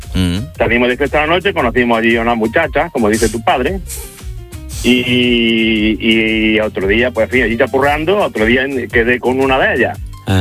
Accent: Jaén, Andalusia, Spain; Bueno, yo soy de Jaén.

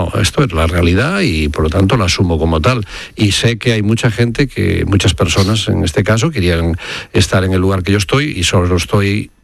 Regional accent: Galicia, Spain; yo soy muy apegado a la tierra, soy de Galicia y por lo tanto me gusta mi tierra

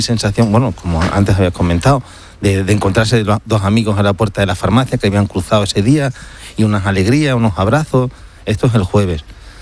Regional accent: Ceuta, Spain; yo como soy de Ceuta y me siento muy de Ceuta

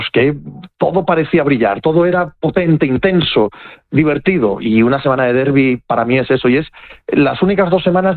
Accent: Cangas del Narcea, Asturias, Spain; now in Madrid, Spain; De la Cangas, mala, o sea, especifica. Claro, la pequeña, la desconocida, la fea, la pobre, la minera.

